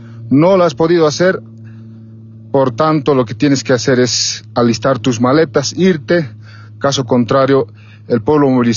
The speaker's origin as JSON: {"language": "Spanish", "country": "Bolivia"}